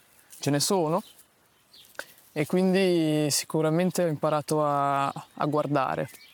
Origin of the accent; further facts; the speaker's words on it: Bologna, Emilia-Romagna, Italy; moved away; Io sono di Bologna e quindi ero abituato a una vita molto urbana